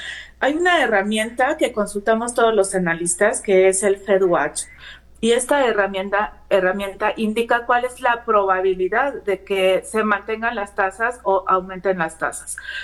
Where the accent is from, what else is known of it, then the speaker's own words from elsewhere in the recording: Mexico; ¿Qué nos interesa como mexicanos? Nos interesa